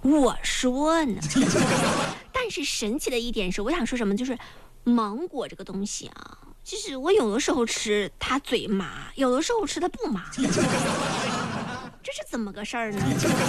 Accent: Shandong, China; born there; 我一个山东人出生在羊角蜜也出生的地方

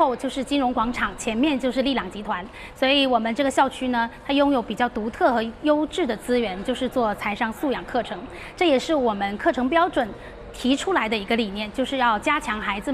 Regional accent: Jinjiang, Fujian, China; 我们知道我们晋江的产业是特别的多，然后孩子们从小就生活在这样一个商业气息很浓的城市

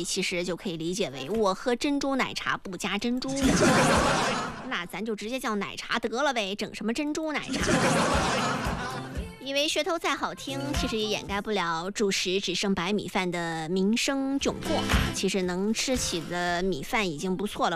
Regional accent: China; 作为中国人的这种骄傲。

